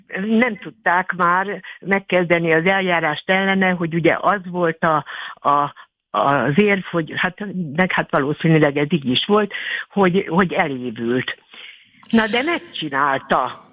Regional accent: Eastern Hungary, Hungary; moved away as an adult; now in western border region, Hungary; itt a nyugati határszélen vagyok, amellett, hogy a keleti határon születtem, és ott éltem 21 évig

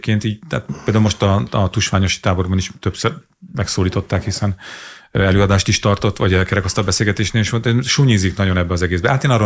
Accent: Borsod-Abaúj-Zemplén, Hungary; én Borsodi vagyok

